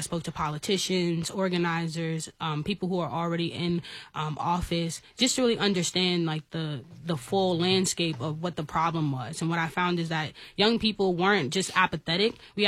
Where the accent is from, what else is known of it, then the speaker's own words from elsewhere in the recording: New York, United States; moved away; I'm actually from New York